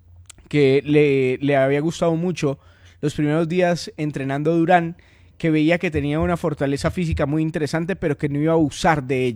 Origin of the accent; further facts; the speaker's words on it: Cali, Valle del Cauca, Colombia; also born or lived in Bogotá; me considero, claro, caleñísimo, vallecaucano, pero también bogotano.